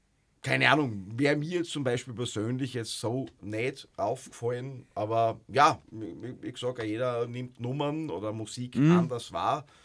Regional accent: Graz, Styria, Austria; grundsätzlich jetzt um in Graz beheimatet

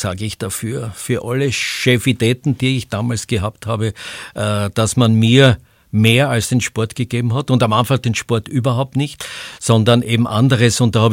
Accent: Styria, Austria

